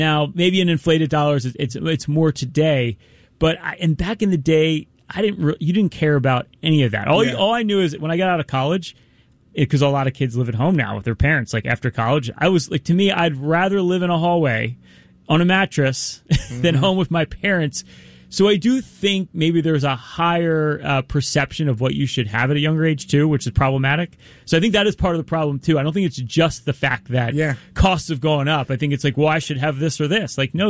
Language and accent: English; Philadelphia, Pennsylvania, United States; Because I'm from Philadelphia.